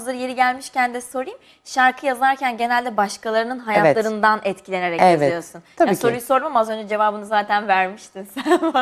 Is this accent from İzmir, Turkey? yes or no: no; Istanbul, Turkey; Evet, Arnavut göçmeniyim. Tamam. Doğma büyüme buralıyım tabii ki. Hı-hı. İstanbulluyum ama ailem de oralı yani.